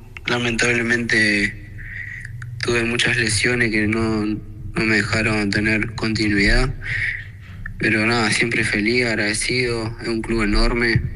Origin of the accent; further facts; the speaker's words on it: Argentina; now in Paraguay; No, yo soy argentino. Ajá. Tengo la doble nacionalidad chilena, pero yo soy argentino.